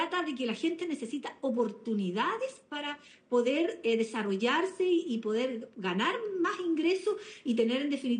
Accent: Chile; obviamente somos chilenos

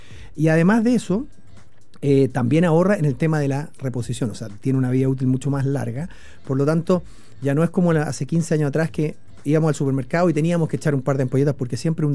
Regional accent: Chile; Nosotros como chilenos

